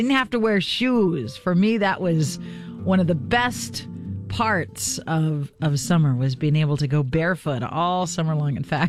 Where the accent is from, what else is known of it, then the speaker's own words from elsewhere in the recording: Oregon, United States; I can remember as a kid growing up on the Oregon coast, I couldn't wait for school to get out and just have that exhilarating, powerful feeling of freedom every day.